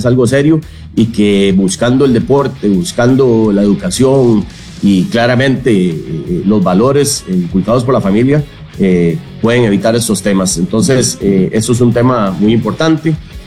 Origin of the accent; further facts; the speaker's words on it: Santo Domingo, Dominican Republic; yo soy oriundo de Santo Domingo, desde los 7 años juego béisbol